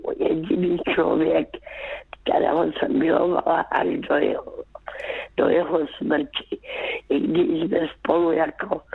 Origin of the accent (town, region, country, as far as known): Karolinka, Zlín Region, Czechia; born there